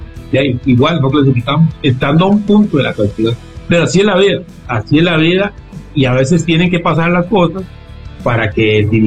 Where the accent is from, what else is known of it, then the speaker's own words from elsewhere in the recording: Costa Rica; Yo lo pude hacer siendo costarricense